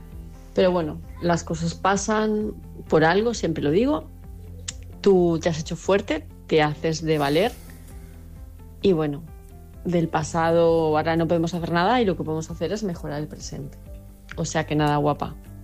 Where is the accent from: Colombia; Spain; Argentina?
Spain; Palma de Mallorca, Balearic Islands; de Palma de Mallorca